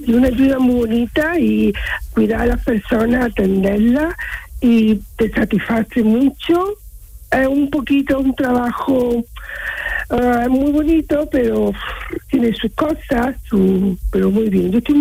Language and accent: Spanish; Córdoba, Andalusia, Spain; Pues mira, yo soy de Córdoba capital.